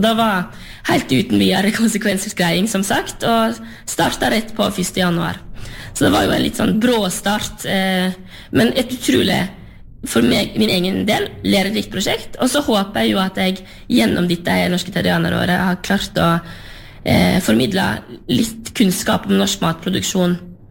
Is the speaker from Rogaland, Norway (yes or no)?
no; Sørheim, Vestland, Norway; Jeg kommer jo fra Sørheim, på sørsiden av Lustrafjorden, og etter hvert som jeg har vært større, så oppdaget jeg jo at verden er større enn Sørheim